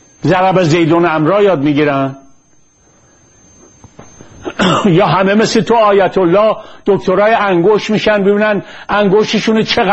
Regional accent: Iran; اون خدا به درد ما ایرونی ها نمیخوره

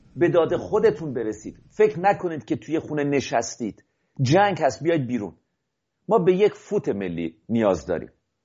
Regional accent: Iran; ما سرانجام پس از بیش از 40 سال به همه میگیم که من ایرانی هستم، پیش از این مخفی میکردیم، اسمهای خودمون رو عوض کرده بودیم

